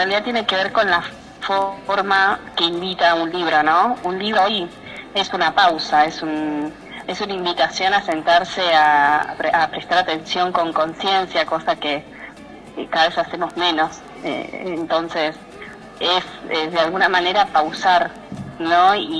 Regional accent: Puerto San Julián, Santa Cruz, Argentina; Yo soy de San Julián y viví acá en el momento que ocurre el femicidio de Zulma. Zulma vivía a 2 cuadras de mi casa

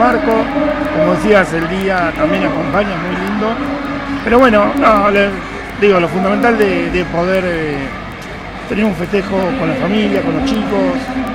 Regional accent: Mar del Plata, Buenos Aires Province, Argentina; moved away; Yo soy de Mar del Plata originalmente.

